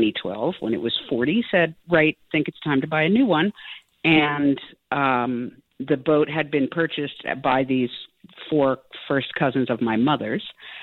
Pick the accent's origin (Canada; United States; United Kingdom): United States; East Coast; I grew up on the East Coast.